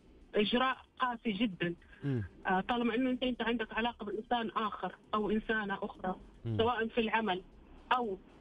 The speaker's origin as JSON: {"language": "Arabic", "town": "Riyadh", "region": "Riyadh Province", "country": "Saudi Arabia", "said": "من الرياض."}